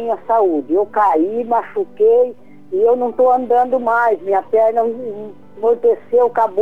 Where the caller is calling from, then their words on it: Juara, Mato Grosso, Brazil; Eu falo de Juara, Mato Grosso.